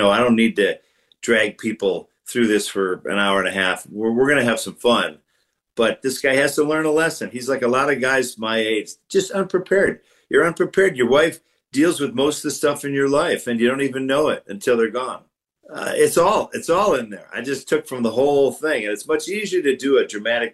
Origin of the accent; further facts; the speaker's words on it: Detroit, Michigan, United States; I'm from the Detroit area.